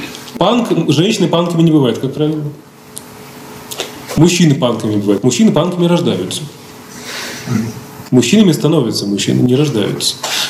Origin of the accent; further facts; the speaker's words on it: Komsomolsk-on-Amur, Khabarovsk Krai, Russia; Я вырос в Комсомольске-на-Амуре.